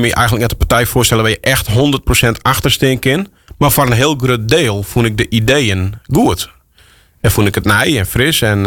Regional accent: Friesland, Netherlands

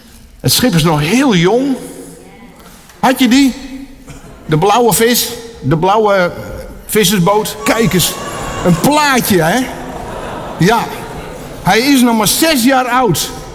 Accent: Urk, Flevoland, Netherlands; Ik kom van Urk. Ja, een typische achternaam op Urk.

